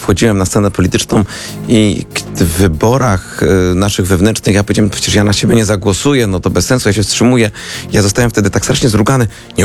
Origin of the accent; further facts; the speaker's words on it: Kraków, Lesser Poland, Poland; Ja mówię tak o Kraku z dziada pradziada, wywodzący się z Krakówka, znający każdą ulicę w Krakowie. No dobra, niemalże każdą ulicę w Krakowie.